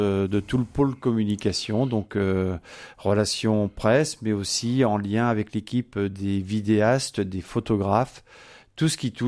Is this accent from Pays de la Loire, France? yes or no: yes; Saint-Malo-du-Bois, Pays de la Loire, France; moi, j'habite Saint-Malo-du-Bois. J'ai 66 ans, donc je suis né à Saint-Malo-du-Bois. Et effectivement, je suis toujours resté dans cette commune